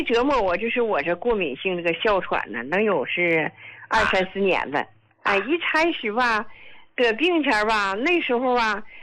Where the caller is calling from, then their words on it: Yingkou, Liaoning, China; 我是来自辽宁，就是营口的患者。